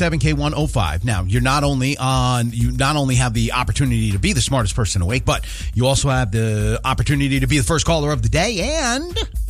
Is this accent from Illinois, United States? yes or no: no; New York, United States; now in Fort Wayne, United States; the town that I grew up in New York.